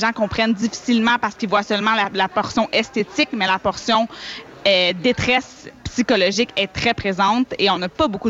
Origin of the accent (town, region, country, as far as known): Quebec, Canada